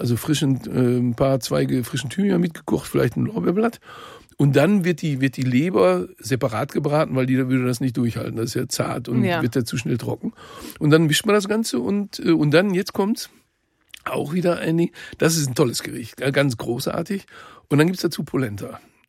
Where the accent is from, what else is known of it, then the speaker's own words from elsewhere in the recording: North Rhine-Westphalia, Germany; Bei uns im Ruhrgebiet früher ist das, da kriegt er lange Zähne.